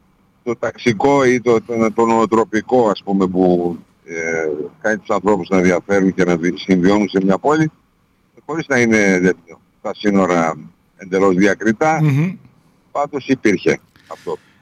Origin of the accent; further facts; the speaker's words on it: Nea Michaniona, Central Macedonia, Greece; είμαι υπαρχιωτόπουλο από τη Μηχανιό, δεν ήμουν αστόπεδο εγώ, για παιδί του άστεως